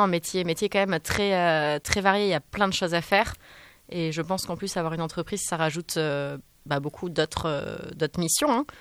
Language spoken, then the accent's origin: French; Nouvelle-Aquitaine, France; moved away as an adult; j'ai grandi à côté de Bordeaux, donc entre les deux.